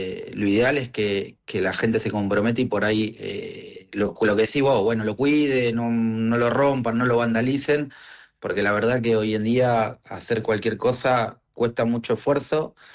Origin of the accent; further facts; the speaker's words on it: Rawson, Argentina; yo soy de Rawson y nuestro autódromo Estrelew es un gran autódromo